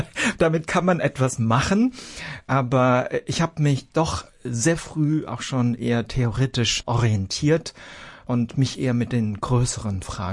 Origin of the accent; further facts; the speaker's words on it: Bonn, North Rhine-Westphalia, Germany; born there; also born or lived in Aachen; Ich bin in Bonn zur Schule gegangen.